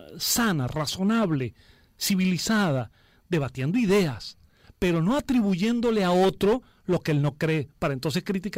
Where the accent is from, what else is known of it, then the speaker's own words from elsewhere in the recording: Venezuela; yo he sido profeta en mi tierra. Es decir, en Venezuela y en América Latina